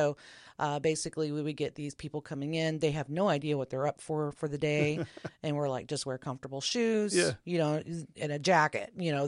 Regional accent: Oklahoma, United States; moved away as an adult; And I'm not from here. I am from Oklahoma.

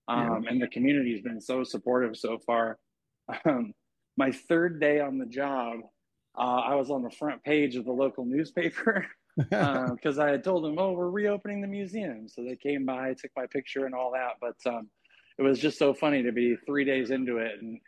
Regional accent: Chehalis, Washington, United States; born or raised there

